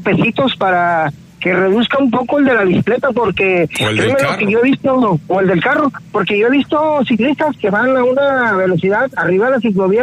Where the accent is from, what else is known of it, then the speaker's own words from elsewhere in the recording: Mexico; Y como mexicano decimos